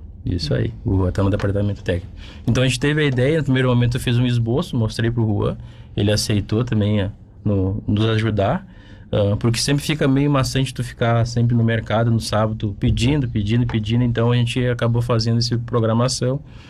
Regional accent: Restinga Seca, Rio Grande do Sul, Brazil; also born or lived in Três Vendas; Eu sou de Restinga, mas nasci lá em Três Vendas.

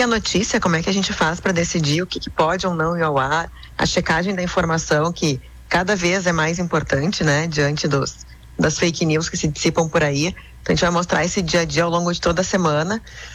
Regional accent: Porto Alegre, Rio Grande do Sul, Brazil; Eu sou daqui mesmo, sou de Porto Alegre.

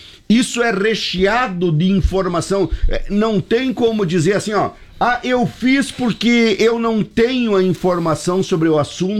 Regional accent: South Region, Brazil; nós batemos tanto no peito de que somos do Sul

